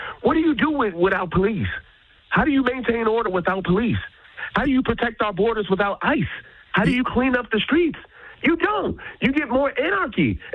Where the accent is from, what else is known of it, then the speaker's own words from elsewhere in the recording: Chicago, Illinois, United States; It's where my brother was murdered. It's where I'm from. I was born and raised in Chicago.